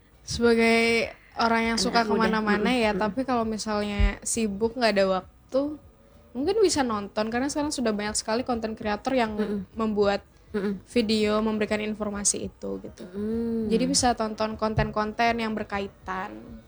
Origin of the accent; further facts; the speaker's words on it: West Sumatra, Indonesia; Karena aku Minang, tapi aku baru tertarik buat belajar Minang itu setelah aku kemana-mana. Karena kayak misalnya pas aku di Sumatera Barat, aku orang Minang nih, semua orang rata-rata juga orang Minang